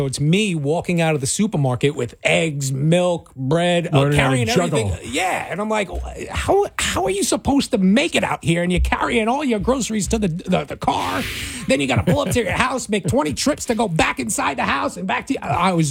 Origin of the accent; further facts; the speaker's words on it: New York City, New York, United States; moved away as an adult; also born or lived in Staten Island, New York; now in New Jersey, United States; I grew up my whole life, Brooklyn, New York, Bensonhurst, Brooklyn.